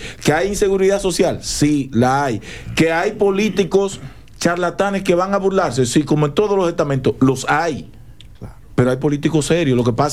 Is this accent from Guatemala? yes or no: no; Dominican Republic; todo lo que hemos logrado como República Dominicana